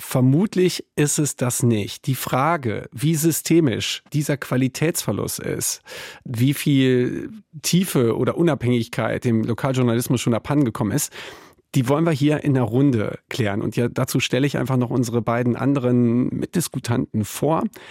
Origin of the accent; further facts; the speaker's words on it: Wesel, North Rhine-Westphalia, Germany; ich komme aus Wesel am Niederrhein